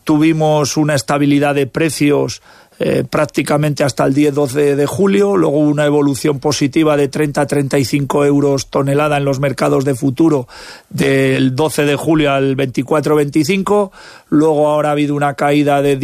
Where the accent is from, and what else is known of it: Fuentes de Magaña, Castile and León, Spain